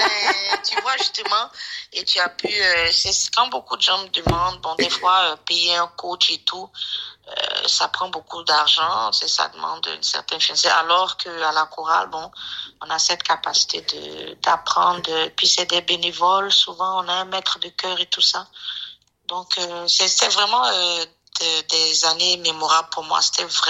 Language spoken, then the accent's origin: French; Côte d’Ivoire; now in Winnipeg, Canada; Dans mon pays, je suis née en Côte d'Ivoire